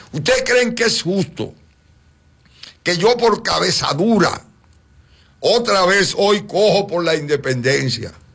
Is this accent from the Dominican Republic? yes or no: yes; Dominican Republic; Y ustedes saben cómo somos los dominicanos, que desde que nos dan un puestecito, creemos que somos expertos y líderes de verdad.